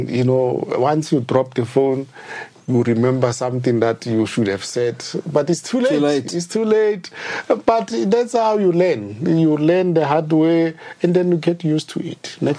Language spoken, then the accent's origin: English; Gauteng, South Africa; I grew up in outside Pretoria. And you know, Pretoria have got their own language